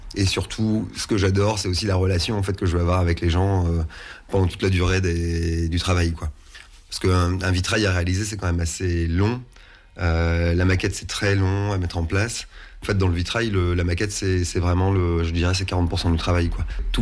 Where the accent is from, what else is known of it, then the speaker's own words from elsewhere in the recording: Hauts-de-France, France; Là, c'était beaucoup plus proche de chez moi parce que je suis du Nord.